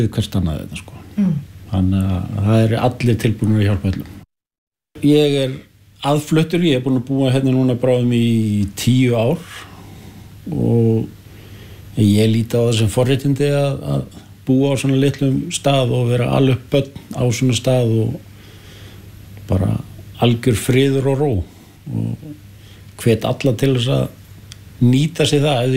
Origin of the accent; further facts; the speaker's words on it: Hafnarfjörður, Capital Region, Iceland; moved away as an adult; now in Vopnafjörður, Iceland; Ég kem úr Hafnarfirðinu.